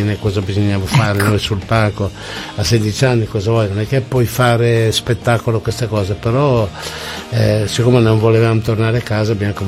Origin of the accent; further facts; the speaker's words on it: Emilia-Romagna, Italy; io sono emiliano e l'Emilia Romagna era la patria delle baliere.